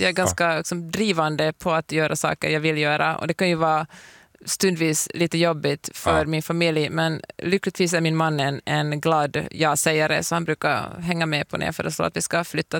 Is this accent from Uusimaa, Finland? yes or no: yes; Helsinki, Uusimaa, Finland; now in Los Angeles, United States; Jag känner mig hemma i Helsingfors. Ibland när jag kommer till Helsingfors, trots att jag har bott borta så länge, så känner jag alltså vad... allt är så bekant